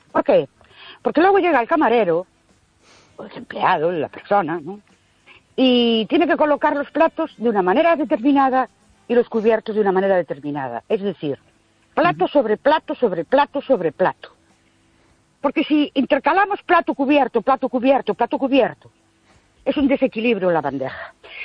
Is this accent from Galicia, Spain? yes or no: yes; Ourense, Galicia, Spain; Buenas noches. … de Ourense otra vez.